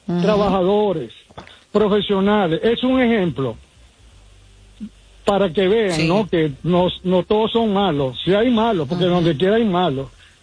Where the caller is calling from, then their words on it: Houston, Texas, United States; No, mentira. Son mis ganas, pero de Houston, mamita, ¿cómo estás?